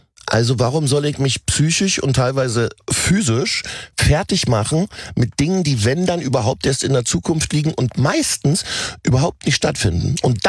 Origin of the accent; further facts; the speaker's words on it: Berlin, Germany; Ich war ja Ossi